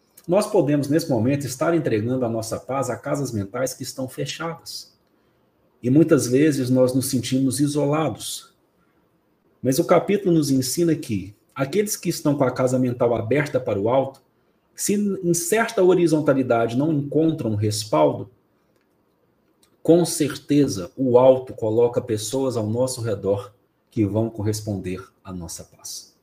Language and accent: Portuguese; Minas Gerais, Brazil; eu sou mineiro, né?